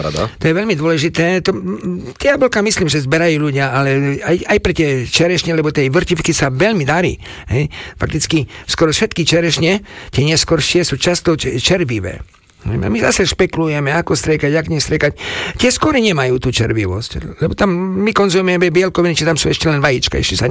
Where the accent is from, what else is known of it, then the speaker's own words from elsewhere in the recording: Prešov, Prešov Region, Slovakia; u nás v Prešove na východe